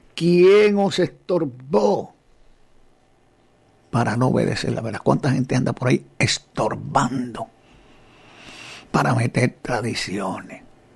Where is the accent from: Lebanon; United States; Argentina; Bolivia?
Lebanon; moved away; Yo soy del Líbano, yo viví en el Líbano 10 años.